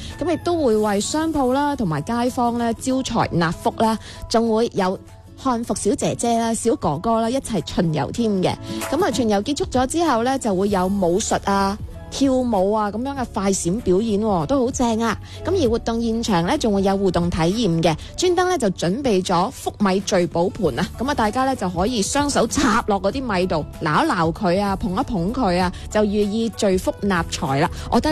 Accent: Shunde, Guangdong, China; 土生土长的顺德人

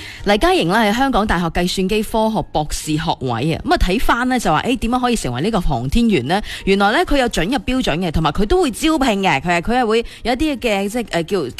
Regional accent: Foshan, Guangdong, China; 咁亦都系有嚟自我哋顺德乐松嘅老乡，亦都系我哋佛山人啦。

